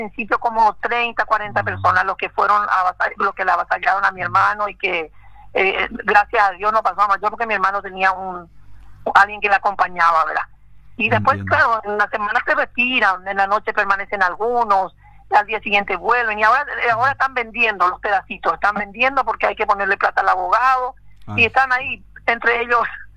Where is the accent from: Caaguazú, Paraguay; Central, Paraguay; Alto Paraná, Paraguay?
Alto Paraná, Paraguay; Hernandarias; somos nacidos y criados en Hernandarias